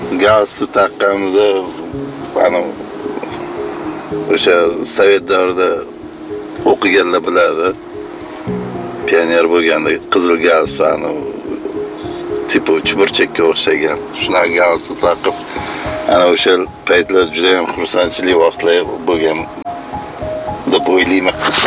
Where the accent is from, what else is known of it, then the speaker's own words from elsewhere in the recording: Tashkent, Uzbekistan; born there; Birinchi chiqqan maktabim Yunusobod tumani edi, o'sha 12-chi maktab.